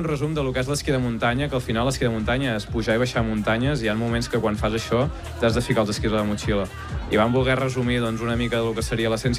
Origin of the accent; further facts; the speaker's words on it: Banyoles, Catalonia, Spain; Jo sóc de Banyoles, sí.